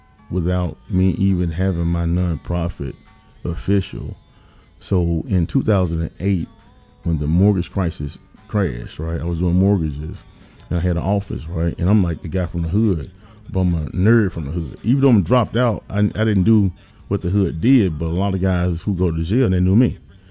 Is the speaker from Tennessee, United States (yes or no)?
yes; Memphis, Tennessee, United States; I'm a native Memphian in this city my whole life. I grew up in South Memphis.